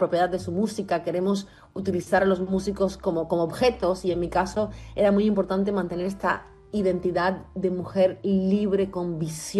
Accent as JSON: {"language": "Spanish", "region": "Havana", "country": "Cuba", "tie": "born or raised there", "said": "ya mi abuela chilena había regresado a Chile, todos los chilenos, excepto mi padre con mi madre, ahí nací en el cuarto piso número 14 del edificio de Alamar."}